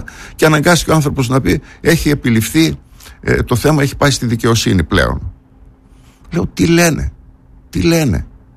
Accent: Greece; ότι είμαι ένας Έλληνας του εξωτερικού με αυτές τις ειδικότητες, τις σπάνιες, και θέλω να έρθω ξανά στην Ελλάδα να συμβάλλω, εν πάση περιπτώσει, όσο μπορώ στην πατρίδα μου.

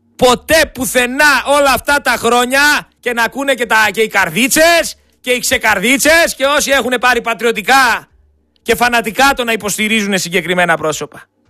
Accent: Greece; Είμαι Έλληνας πολίτης

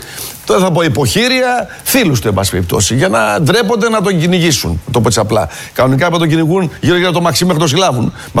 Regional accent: Eastern Macedonia and Thrace, Greece; Να μην το πω στην Τουρκική, γιατί είμαστε από Θράκη, ξέρω και λίγα.

